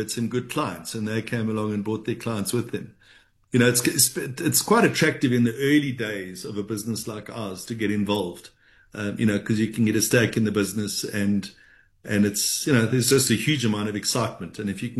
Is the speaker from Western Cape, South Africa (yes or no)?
no; Durban, KwaZulu-Natal, South Africa; now in Johannesburg, South Africa; I grew up in Durban and, you know, the stock market's not really a big thing. But when I came up to Johannesburg